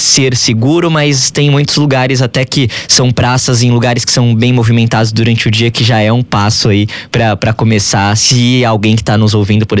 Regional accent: São Paulo, Brazil; aí me lembra iniciativas que algumas cidades, como São Paulo, de onde eu venho, aqui no Rio também percebi, as praças com atividades ao ar

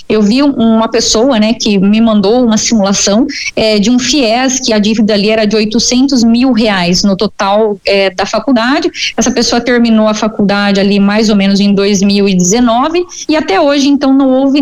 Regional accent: Brazil; como brasileira, né, eu vou lá e abro um CNPJ.

